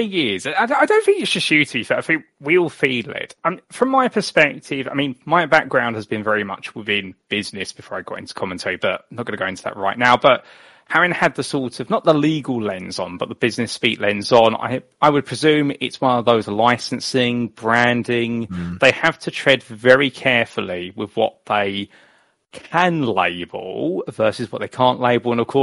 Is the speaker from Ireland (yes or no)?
no; United Kingdom; born or raised there